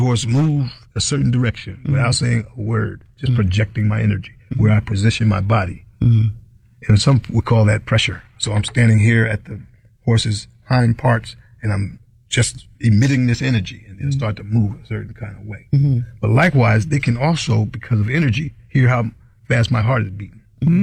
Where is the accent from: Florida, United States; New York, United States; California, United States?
New York, United States; I had this dream coming up growing up in New York in Hudson Valley